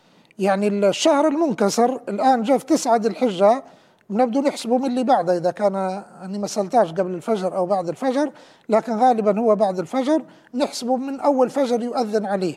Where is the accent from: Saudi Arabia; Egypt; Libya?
Libya; إحني بدل كلنا كليبيين، كلنا واني منكم